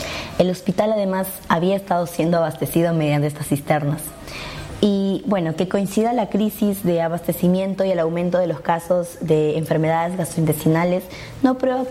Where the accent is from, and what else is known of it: Peru